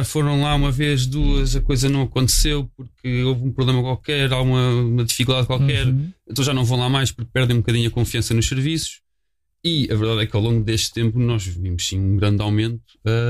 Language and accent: Portuguese; Sintra, Lisbon, Portugal; Eu sou cá de Sintra, desde sempre nasci aqui, cresci aqui, andei na escola aqui.